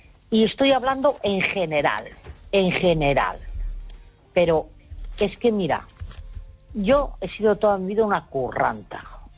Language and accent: Spanish; Galicia, Spain; born there; moved away; venir a Galicia, a mi pueblo, desde donde ahora estoy hablando.